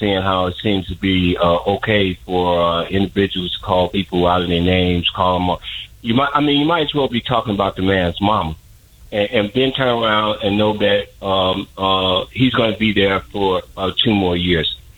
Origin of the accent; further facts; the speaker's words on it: Chicago, Illinois, United States; I'm an individual from Chicago, Illinois, and I have lived the entire civil rights movement.